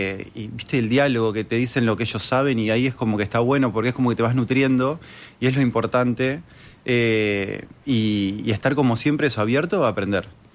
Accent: Argentina; moved away as an adult; now in Uruguay; Eso fue una faceta que descubrí acá en Uruguay. Soy argentino.

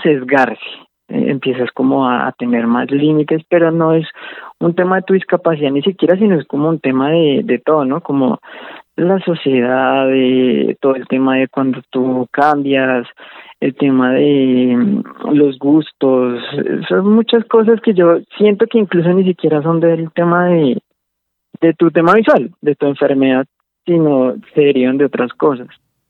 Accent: Bogotá, Colombia; born there; Yo nací en Bogotá, soy del año 94, tengo 32 años actualmente.

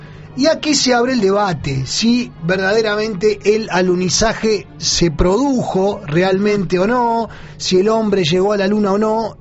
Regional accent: Argentina; es la sexta final que me toca vivir como ciudadano argentino de la selección argentina

